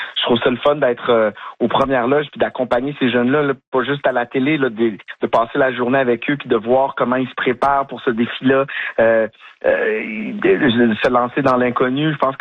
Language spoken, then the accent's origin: French; Quebec City, Quebec, Canada; Je sais pas si c'est parce que je viens de Québec